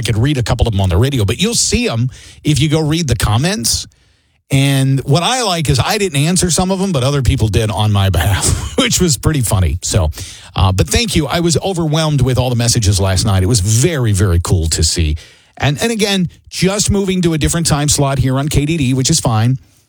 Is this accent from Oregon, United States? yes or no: no; Orrville, Ohio, United States; now in Green, United States; But Akron Canton is my home. Akron, I've lived here. I grew up in Orrville, moved to the Akron area. That's where I've lived my whole life, right?